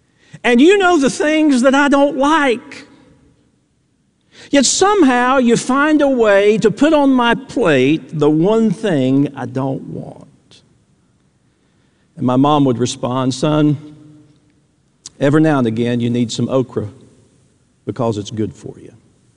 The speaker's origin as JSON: {"language": "English", "region": "Tennessee", "country": "United States", "tie": "born or raised there", "said": "I was raised in East Tennessee."}